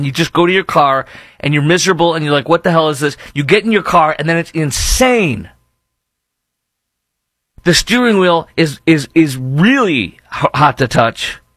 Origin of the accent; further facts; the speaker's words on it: Chicago, Illinois, United States; also born or lived in Minneapolis / Orlando; now in Dallas-Fort Worth, United States; I remember growing up in Chicago in the suburbs